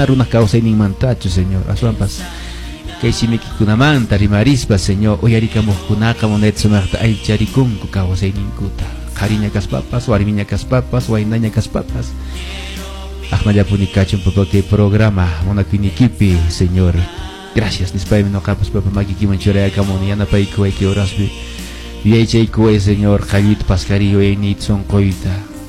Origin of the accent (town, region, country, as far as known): Cusco, Peru